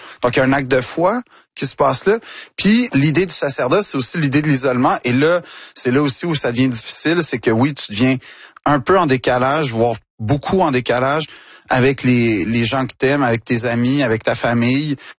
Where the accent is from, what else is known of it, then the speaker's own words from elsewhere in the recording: Quebec, Canada; Quand je dis que je suis québécois jusqu'au bout des doigts, mais c'est, je le sens à tous les jours.